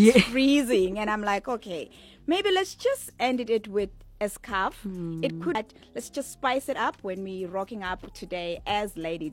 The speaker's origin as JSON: {"language": "English", "town": "Durban", "region": "KwaZulu-Natal", "country": "South Africa", "tie": "born there", "said": "Original from KZN. Nice. Born in Durban, in the township Kwamakuta. And obviously now my parents are staying in Newland West. So that's where I come from."}